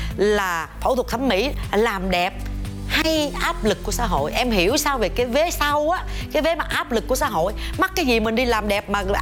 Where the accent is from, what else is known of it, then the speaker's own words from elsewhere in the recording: Vĩnh Long, Vietnam; moved away as an adult; Ngày xưa tôi 16 tuổi, tôi đã là hoa khôi của trường của tôi, một cái ngôi trường lớn nhất ở tỉnh Vĩnh Long rồi.